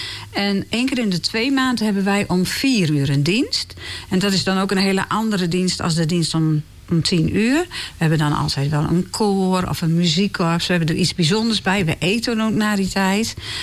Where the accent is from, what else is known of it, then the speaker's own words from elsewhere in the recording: Groningen, Netherlands; moved away as an adult; also born or lived in Winschoten; now in Leens, Netherlands; Nou, ik ben wel geboren in Winschoten. En ik heb hier de eerste 4 levensjaren doorgebracht. En toen zijn mijn ouders eigenlijk verhuisd naar Groningen. Dus ik heb een hele poos in Groningen gewoond. Totdat ik ging trouwen. En dat was op mijn 19e. En toen ben ik naar Leens verhuisd.